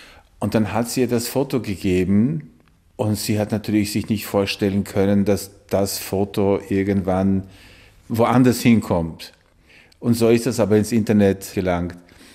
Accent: Poland; German is a second language; now in Austria; an meine Jugend in Polen, wo ich aufgewachsen bin und wo ich doch auch immerhin in die Schule gegangen bin und wo ich ja gelebt habe und wo ich habe auch Polnisch gesprochen und ich habe auch Polnisch gelesen.

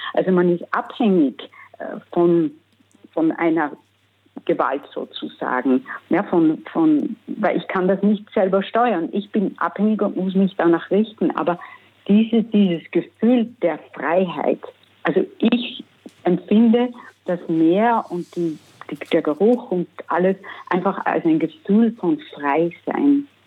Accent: Netherlands; Ich bin Niederländerin, und die Niederlande hatten eine sehr große Seemacht.

